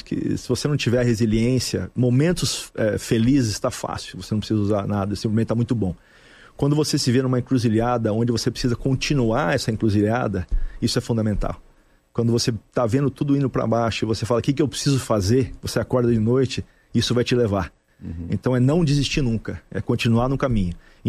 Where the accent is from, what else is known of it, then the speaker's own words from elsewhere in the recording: Brazil; moved away; Eu sempre quis fazer uma coisa no meu país, queira ou não queira, eu sou um patriota, sou brasileiro, quero sempre estar no Brasil, apesar de eu estar 31 anos fora.